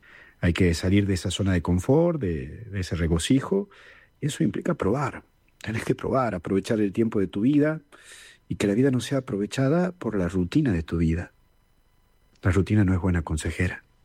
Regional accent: Argentina; me fui a la plaza de ahí, de Villa Luján, de donde soy.

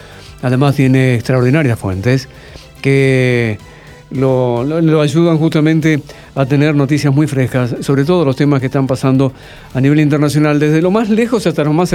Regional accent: Argentina; lo estoy diciendo como argentino

